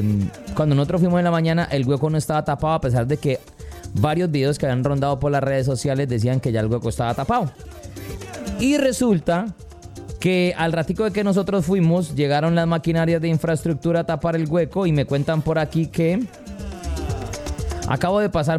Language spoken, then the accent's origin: Spanish; Cali, Valle del Cauca, Colombia